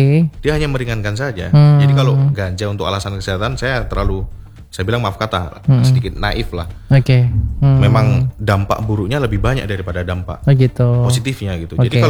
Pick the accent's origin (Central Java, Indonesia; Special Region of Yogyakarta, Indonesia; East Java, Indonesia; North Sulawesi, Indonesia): Special Region of Yogyakarta, Indonesia; Yogyakarta; moved away as an adult; now in West Sumatra, Indonesia; Penempatan pertama saya di Sumbar, cuman saya asli dari Jogja.